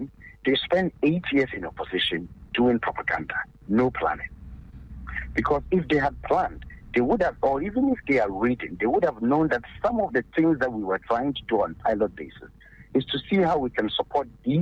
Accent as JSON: {"language": "English", "town": "Goaso", "region": "Ahafo", "country": "Ghana", "said": "listen, I am from Goso in the Hassa region, the way I am right now speaking to you from."}